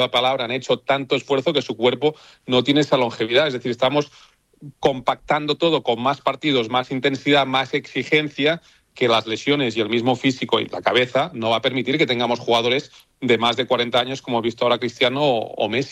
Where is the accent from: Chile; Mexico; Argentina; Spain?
Spain; Catalonia; Soy catalán, pero pago la cena